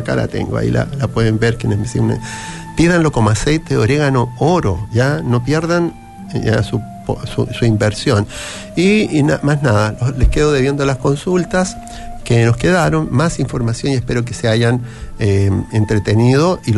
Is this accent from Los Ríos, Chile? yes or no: no; Santiago, Santiago Metropolitan Region, Chile; born there; moved away as an adult; also born or lived in United States; now in Valparaíso Region, Chile